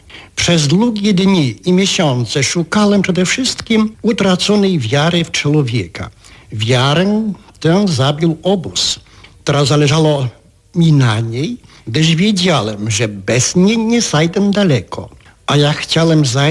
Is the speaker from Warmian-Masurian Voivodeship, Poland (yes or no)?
no; Silesian Voivodeship, Poland; Ja też byłem górnikiem, wychowałem się w kopalni, a raczej nie dosłownie w kopalni, tylko przy kopalni. Wyrosłem w tym świecie górniczym i stąd ten świat jest mi najbliższy.